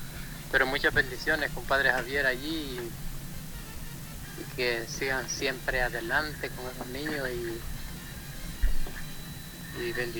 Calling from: Reitoca, Francisco Morazán, Honduras; Lo escucho desde aquí, de la parroquia de Reytoca, San Francisco de Asís, Santa Cruz.

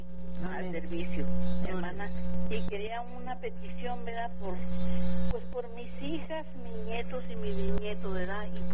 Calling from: Baja California, Mexico; nos vinimos para acá, para Baja California, de donde soy yo, ¿verdad?

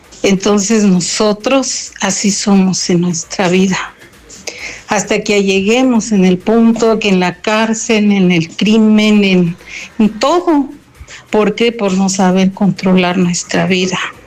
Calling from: Mexico; como mexicanos que somos.

